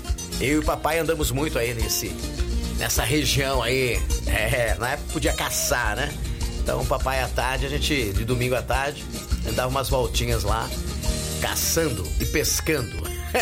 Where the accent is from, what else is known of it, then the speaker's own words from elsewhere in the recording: Porto Ferreira, São Paulo, Brazil; Opa, minha terra querida.